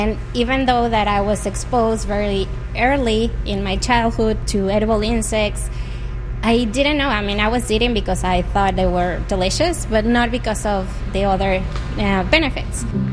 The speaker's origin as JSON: {"language": "English", "country": "Mexico", "moved": "as an adult", "lives_now": "Grand Rapids, United States", "said": "I'm from Mexico, and we're there. Edible insects are part of our culture, and so when we moved here around 4-5 years ago"}